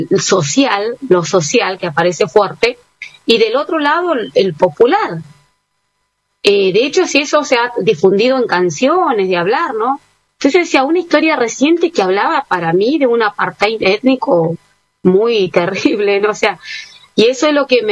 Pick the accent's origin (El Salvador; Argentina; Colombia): Argentina; Valcheta, Río Negro; toda mi familia está en Balchitas es mi tierra, mi lugar, porque mi familia es de la meseta Somuncurá.